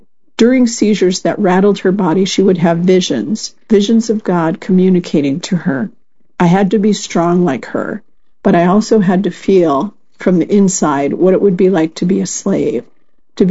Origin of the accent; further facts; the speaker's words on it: England, United Kingdom; now in United States; All of that can be found in the history books I read as a child growing up in England. My mother had immigrated there from Nigeria.